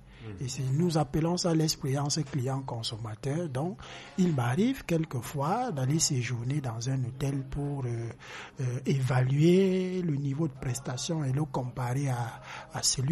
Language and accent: French; Ombessa, Centre, Cameroon; born there; also born or lived in Lékié department (Lobo area, home village); now in Yaoundé, Cameroon; Je suis né à Oumbessa.